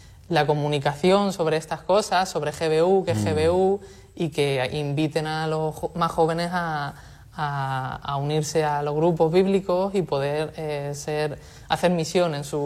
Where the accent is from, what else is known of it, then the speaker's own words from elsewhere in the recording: Castilla-La Mancha, Spain; yo soy manchego, vengo de la Universidad de Ciudad Real.